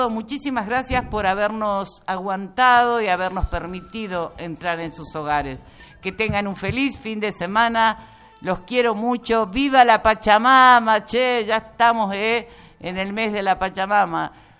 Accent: Quenumá, Buenos Aires Province, Argentina; also born or lived in Salliqueló; yo seguí en Salle Queló porque yo soy de Quenumá

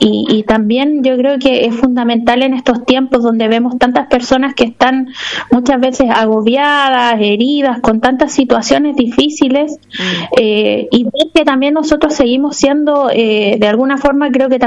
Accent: Chile; Nosotros los chilenos por ahí somos un poquitito fríos

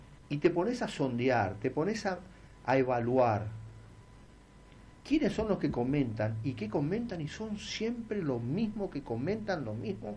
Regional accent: Argentina; como cualquier argentino de bien.

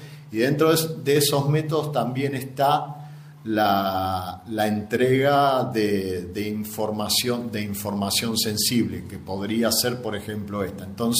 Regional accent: Ramallo, Buenos Aires Province, Argentina; soy de Ramallo

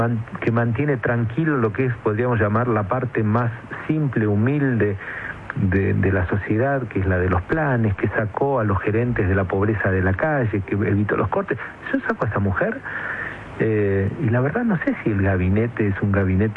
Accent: Argentina; now in United States

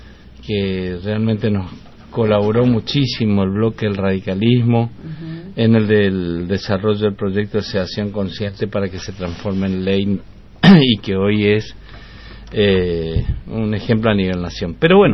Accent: Jujuy, Argentina; a poco estoy volviendo a mi provincia, ¿no? Y ahí justo de las lagunas, de la zona de Coduti, donde yo nací en Jujuy

